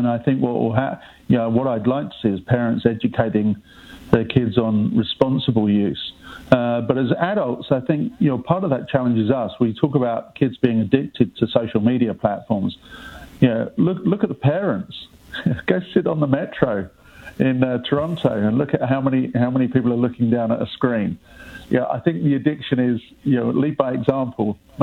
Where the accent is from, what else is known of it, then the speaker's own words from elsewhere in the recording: England, United Kingdom; accent: English; with my accent, I'm English.